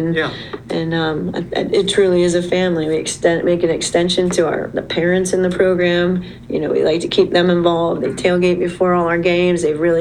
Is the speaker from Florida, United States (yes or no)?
no; Vermont, United States; moved away as an adult; also born or lived in Rhode Island; now in South Carolina, United States; I was from New England. Mm-hmm. I came from Rhode Island. I grew up in Vermont.